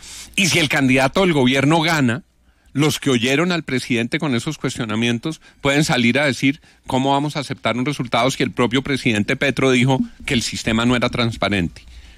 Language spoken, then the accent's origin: Spanish; Colombia; Yo le ruego, le suplico como colombiano, le imploro